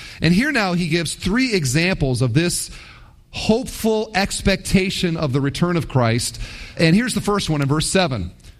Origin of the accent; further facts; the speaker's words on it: Iowa, United States; When I say I'm from Iowa, I will often hear, "Oh, did you grow up on a farm?"